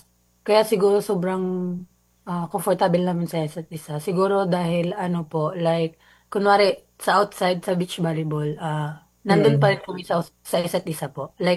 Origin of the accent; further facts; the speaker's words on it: Magsaysay, Northern Mindanao, Philippines; I'm from Magsaysay, Misamis Oriental po.